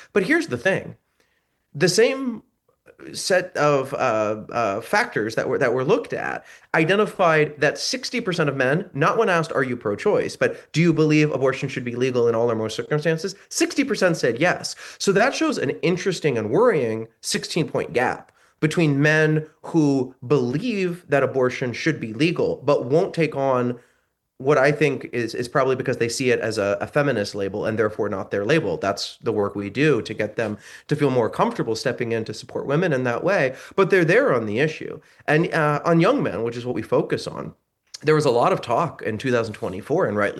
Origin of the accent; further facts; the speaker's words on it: Miami, Florida, United States; I'm from Miami.